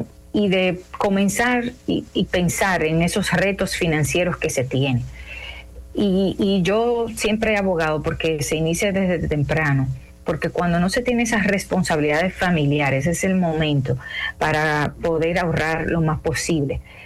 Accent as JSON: {"language": "Spanish", "country": "Dominican Republic", "said": "esa resiliencia nos marca como dominicanos."}